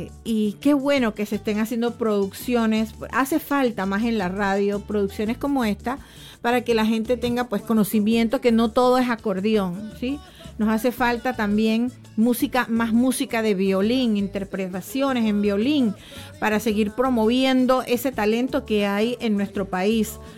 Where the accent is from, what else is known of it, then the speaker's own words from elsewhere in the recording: Panama; nosotros como panameños